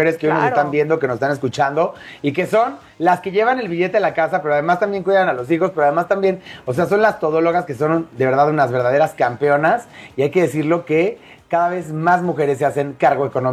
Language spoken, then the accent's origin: Spanish; Mexico; nosotros como mexicanos no tenemos una cultura del ahorro.